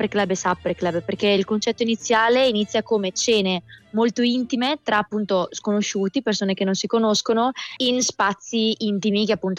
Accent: Trento, Trentino-Alto Adige, Italy; accent: Trentino; moved away as an adult; also born or lived in Amsterdam; now in Majorca, Spain; ho 28 anni, e sono di Trento, ma sono qua a Maiorca da direi 5 anni, non dico direi perché sono venuta qua 5 anni fa per un anno, poi sono andata a Amsterdam per 2 anni, ma facevo un po' avanti e indietro, invece 3 anni fa mi sono ritrasferita ufficialmente.

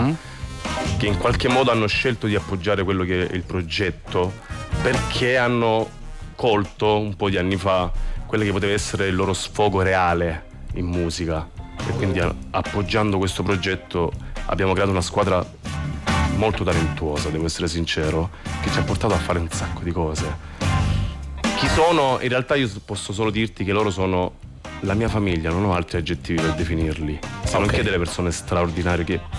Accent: Apulia, Italy; essendo salentini

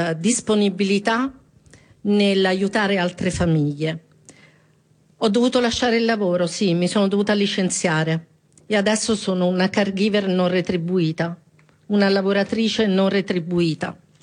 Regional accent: Tuscany, Italy; però vengo dalla Toscana, mi sono fatta il viaggio.

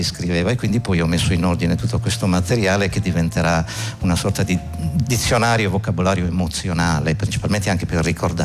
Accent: Berchidda, Sardinia, Italy; Io sono di Berchida, dove si parla il logudorese, che è una delle varianti dialettali della lingua sarda

